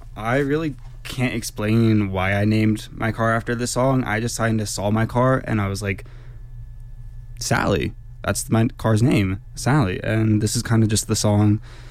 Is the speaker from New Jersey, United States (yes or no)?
yes; New Jersey, United States; moved away as an adult; now in Telluride, United States; I'm from New Jersey. I just kind of moved out here to Telluride.